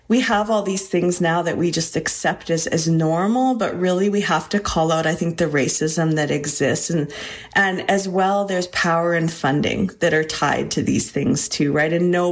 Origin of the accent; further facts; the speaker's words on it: Alberta, Canada; moved away as an adult; I grew up in Northern Alberta. And so there, you know, I would say that fire was a much more natural part of the landscape. Like it wasn't until I moved south to go to university